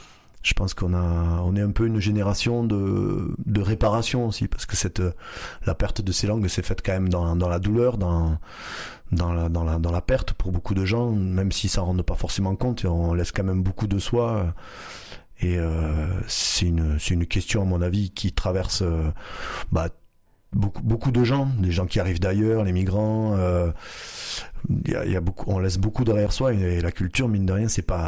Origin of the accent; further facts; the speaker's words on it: Bédarieux, Occitanie, France; first language Flemish; French is a second language; also born or lived in Montpellier; j'ai grandi à Bédarieux, maintenant j'habite à Lodève, j'ai été à la fac à Montpellier.